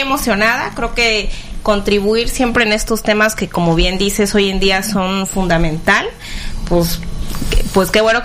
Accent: Tuxtla Gutiérrez, Chiapas, Mexico; yo soy originaria de Tuxtla.

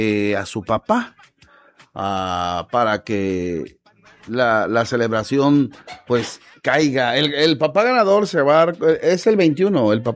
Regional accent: Villa de Álvarez, Colima, Mexico; born there; now in Manzanillo, Mexico; yo nací en Villa de Álvarez, ¿eh? Yo soy ciudadano villalvarense.

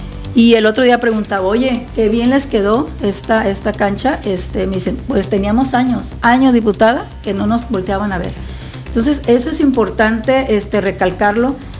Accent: Colima, Mexico; yo soy del municipio de Colima

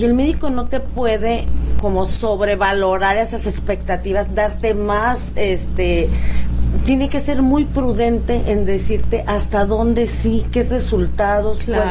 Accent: Irapuato, Guanajuato, Mexico; de mi tierra fresera que quiero tanto

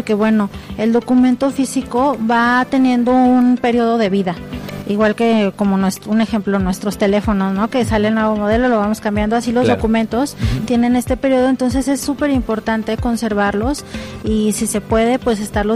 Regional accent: Guanajuato, Mexico; soy orgullosamente guanajuatense

